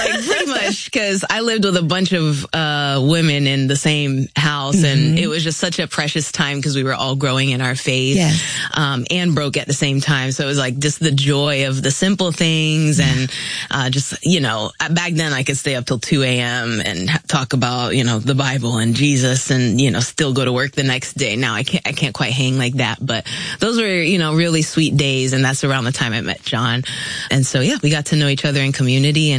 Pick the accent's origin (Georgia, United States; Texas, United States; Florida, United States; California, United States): Florida, United States; Orlando; also born or lived in Philippines; I was born in the Philippines, like I said, but raised here in Orlando, not too far from here.